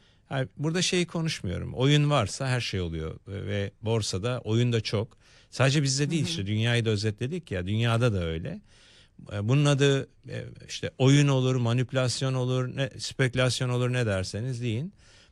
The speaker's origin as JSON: {"language": "Turkish", "region": "Istanbul", "country": "Turkey", "tie": "born there", "said": "Ben Zeytinburnu doğumluyum."}